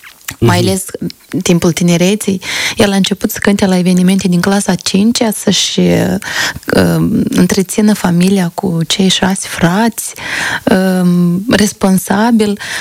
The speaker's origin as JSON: {"language": "Romanian", "town": "Soroca", "region": "Soroca District", "country": "Moldova", "moved": "yes", "said": "eu sunt de la Soroca"}